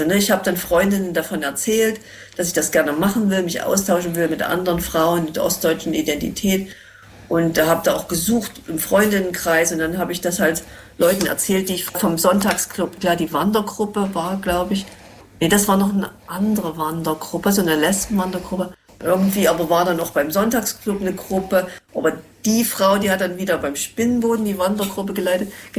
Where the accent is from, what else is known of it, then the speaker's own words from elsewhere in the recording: Leipzig, Saxony, Germany; moved away as an adult; now in Berlin, Germany; ich bin 15, 16 Jahre vor der Wende in Leipzig geboren und habe dort eben in dieser Zeit, ne, als Jugendliche die Wende erlebt und dann auch die Nachwendezeit und eben meine Kindheit in der DDR.